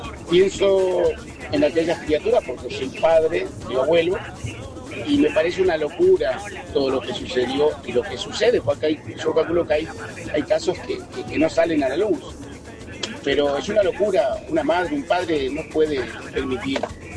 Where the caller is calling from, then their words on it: El Jagüel, Buenos Aires Province, Argentina; del Jahuel.